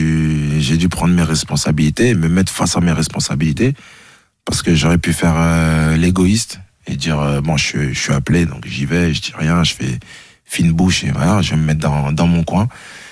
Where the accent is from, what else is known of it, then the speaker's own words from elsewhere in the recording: Paris, Île-de-France, France; En tant que Parisien et Titi Parisien